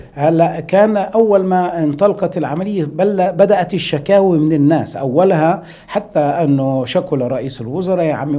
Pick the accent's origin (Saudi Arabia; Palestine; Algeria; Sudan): Palestine; عندنا في فلسطين